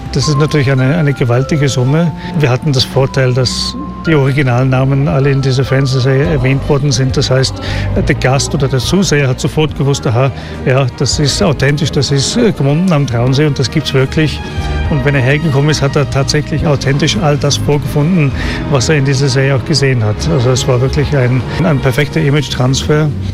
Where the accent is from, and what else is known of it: Bedford, East of England, United Kingdom; now in Austria